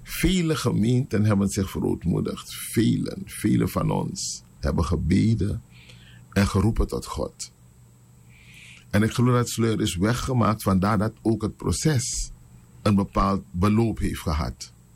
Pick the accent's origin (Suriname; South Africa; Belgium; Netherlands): Suriname; born there; Wij zijn in Suriname geboren. En onze voorouders ook.